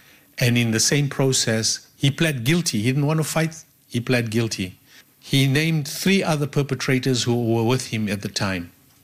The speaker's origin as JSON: {"language": "English", "country": "South Africa", "tie": "born there", "said": "I'm third generation, fourth, maybe fourth generation South African born. My parents were born in South Africa as well."}